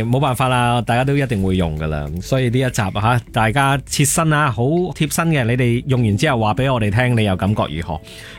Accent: Hong Kong; 我哋香港人用开即系有其中一样系用佢啦，

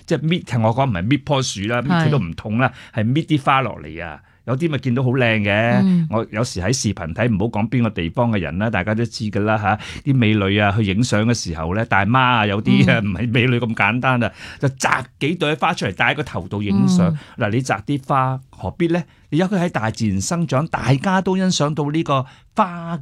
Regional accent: Hong Kong; 无论我香港人我就不用提了

